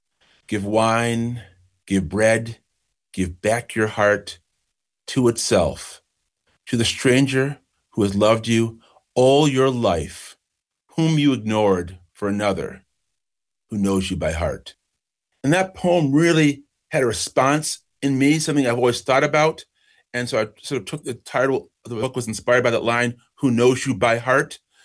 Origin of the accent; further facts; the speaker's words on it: Brockport, New York, United States; also born or lived in Kingston, Jamaica; I was born in Kingston, Jamaica, but I grew up in Brockport, New York. My parents were both college professors